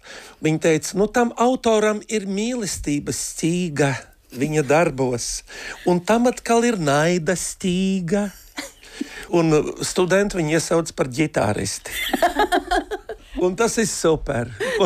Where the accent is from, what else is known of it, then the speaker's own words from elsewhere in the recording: Riga, Latvia; born there; es 10-gadīgs, novāru kādas ziepes, es, piemēram, atceros, ka Purvciemā dzīvojot